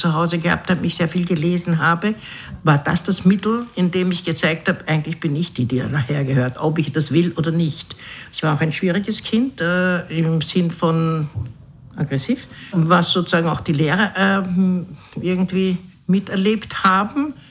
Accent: Vienna, Austria; born there; Wir sind eine sehr dunkle, also für österreichische Verhältnisse dunkle Familie. Und das war früher viel auffallender, weil ja eigentlich die Wiener Bevölkerung sehr homogen war

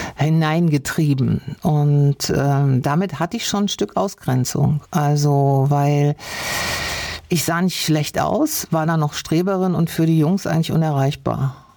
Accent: Germany; Ich bin ja in Deutschland geboren und aufgewachsen

